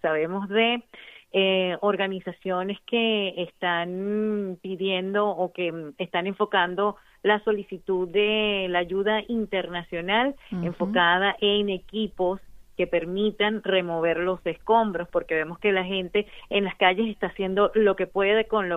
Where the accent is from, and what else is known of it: Venezuela; now in Arizona, United States